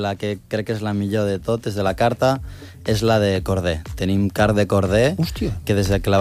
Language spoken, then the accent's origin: Catalan; Vallbona de les Monges, Catalonia, Spain; del poble on m'he criat